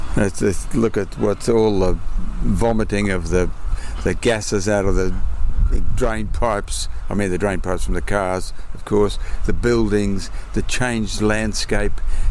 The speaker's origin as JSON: {"language": "English", "town": "Bridgetown", "region": "Western Australia", "country": "Australia", "tie": "born or raised there", "said": "I grew up in Joogala, Bridgetown, when Bridgetown was the peak producing region of apples, the peak apple producer in the West. And we, of course, we had 30 acres ourselves, and we had our own little packing shed."}